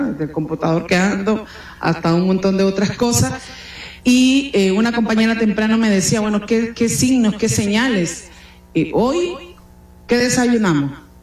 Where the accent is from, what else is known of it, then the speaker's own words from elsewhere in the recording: Honduras; En mi país, la denominada República Bananera